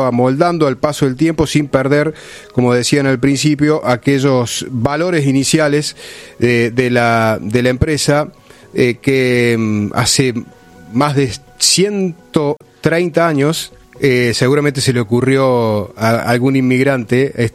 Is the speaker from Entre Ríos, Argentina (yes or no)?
no; Oliva, Córdoba, Argentina; also born or lived in Villa María; Yo también soy nacido en Villa María. Y sí, pero dos o tres días nada más. Después me fui a vivir al pueblo, donde a la ciudad donde me crié, a Oliva.